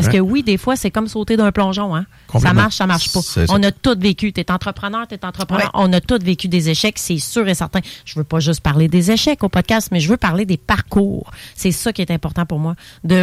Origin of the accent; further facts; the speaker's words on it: Pont-Neuf, Quebec, Canada; Puis ben, je suis de Pont-Neuf. Donc pour moi, faire rayonner les gens de ma région, c'est encore plus important.